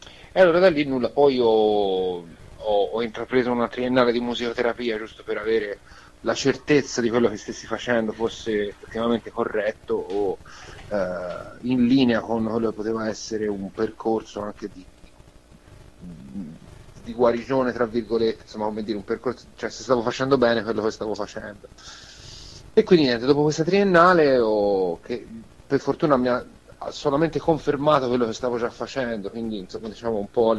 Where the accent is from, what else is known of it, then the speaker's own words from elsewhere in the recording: Montemurlo, Tuscany, Italy; io sono di Prato, nello specifico Montemurlo, e appunto sono capitato, tra virgolette, in questo contesto per vicissitudini appunto di eventi.